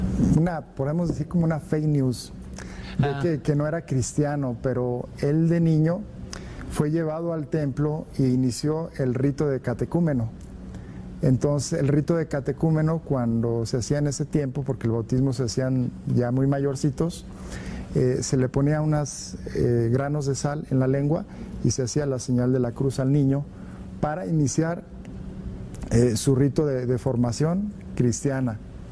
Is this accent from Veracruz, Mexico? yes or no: no; Capilla de Guadalupe, Jalisco, Mexico; mi pueblo, Capilla Guadalupe, Jalisco, soy oriundo de Jalisco